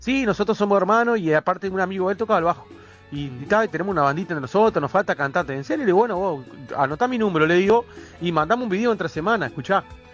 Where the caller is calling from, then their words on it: Toledo, Canelones, Uruguay; Yo vivo en Toledo, la ruta 33